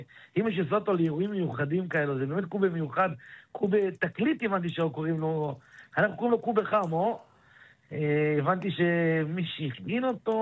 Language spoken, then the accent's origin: Hebrew; Zakho, Kurdistan Region, Iraq; now in Israel; אנחנו באנו מעיראק.